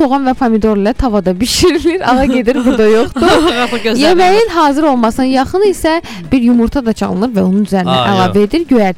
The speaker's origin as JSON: {"language": "Azerbaijani", "region": "Baku", "country": "Azerbaijan", "said": "Mən özüm Bakıdanam."}